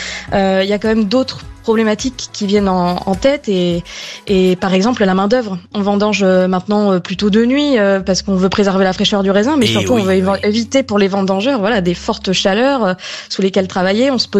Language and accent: French; Bordeaux, Nouvelle-Aquitaine, France; Bordeaux aussi, qui est ma région d'origine.